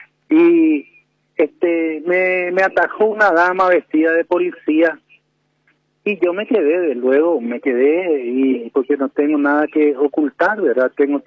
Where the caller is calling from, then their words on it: Altos, Cordillera, Paraguay; yo vivo en Altos